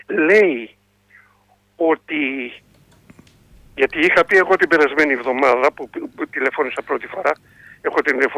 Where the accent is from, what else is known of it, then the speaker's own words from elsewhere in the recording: Attica, Greece; από τα Βόρεια Προάστια.